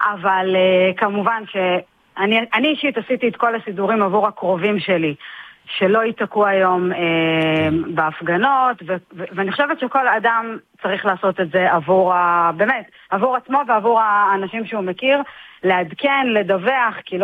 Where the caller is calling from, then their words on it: Tel Aviv, Tel Aviv District, Israel; בתור תל אביבית